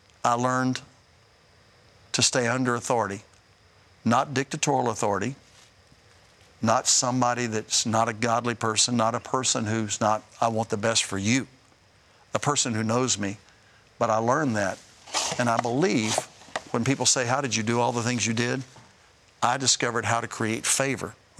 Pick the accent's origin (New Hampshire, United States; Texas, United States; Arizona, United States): Texas, United States; now in Nashville, United States; I thought, that's crazy. I'm from Texas.